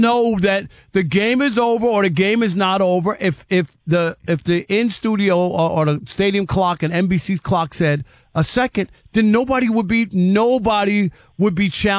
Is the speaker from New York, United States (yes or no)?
yes; New York, United States; accent: New York; also born or lived in Detroit; now in Los Angeles, United States; And so, you know what's funny is I lived in Detroit for 20 years, and I've been in L.A. for 10 years, but the New York accent just won't go anywh